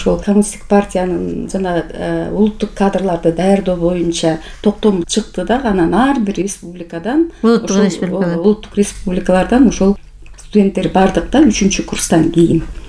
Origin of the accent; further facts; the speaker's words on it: Kyzyl-Askar, Bishkek, Kyrgyzstan; also born or lived in Sokuluk; Мен мектепте окуй элек болчумун. Ошол учурда көчүп келдик да. Кызыл аскерде чоң энемде келдим.